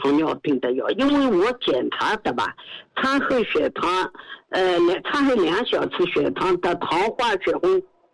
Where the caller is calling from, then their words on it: Shanghai, China; 后来我是上海人，